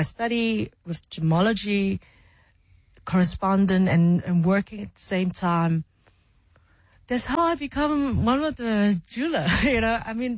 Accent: Hong Kong; So because I'm from Hong Kong, I can speak Cantonese.

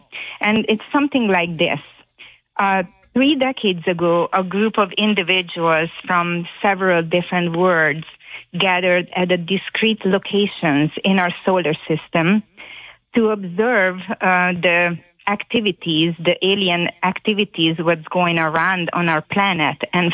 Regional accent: Hungary; Okay, so this came to me because I was born and raised in Hungary.

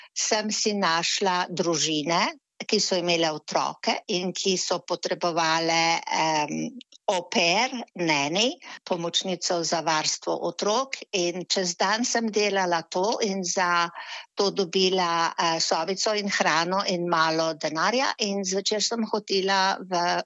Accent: Šoštanj, Savinja, Slovenia; moved away as an adult; also born or lived in Svečina / London / Paris / Sydney; now in Queensland, Australia; rodila sem se pred 76 leti v Šoštanju in tam končala osnovno šolo

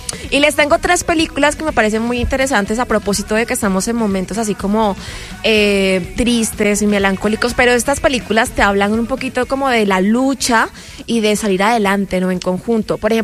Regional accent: Cartagena, Bolívar, Colombia; Es que no soy de Santa Marta, soy de Cartagena.

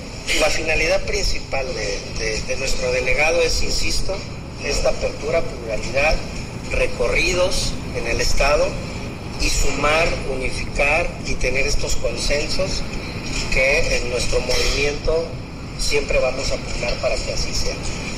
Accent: Acapulco, Guerrero, Mexico; los que somos de Acapulco

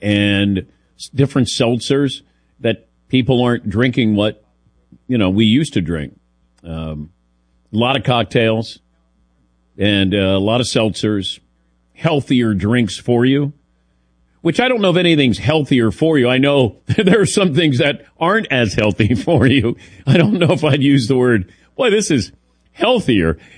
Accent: Midwest, United States; They go, you mean soda? I go, no, pop. That's what I grew up in the Midwest.

